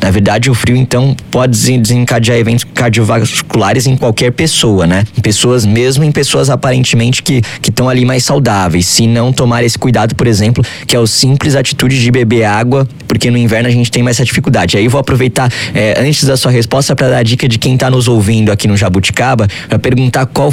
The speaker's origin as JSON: {"language": "Portuguese", "region": "São Paulo", "country": "Brazil", "lives_now": "Rio de Janeiro, Brazil", "said": "E eu tô no Rio de Janeiro, mas venho de São Paulo"}